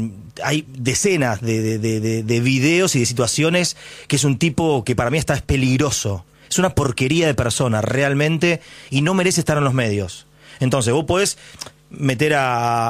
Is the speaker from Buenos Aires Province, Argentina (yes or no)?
yes; Ituzaingó, Buenos Aires Province, Argentina; also born or lived in La Matanza; como yo soy el conurbano, nací en La Matanza, me siento Ituzaingó porque viví toda la vida en Ituzaingó, y soy del conurbano